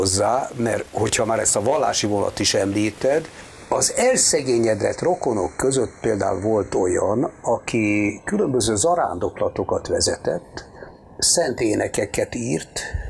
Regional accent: Budapest, Hungary; born there; Én Budapesten születtem egyébként, és hát tulajdonképpen ez egy polgári család volt

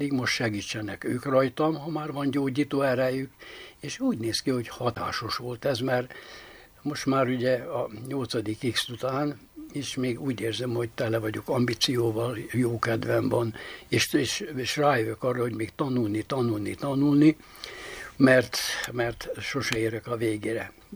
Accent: Baranya, Hungary; born or raised there

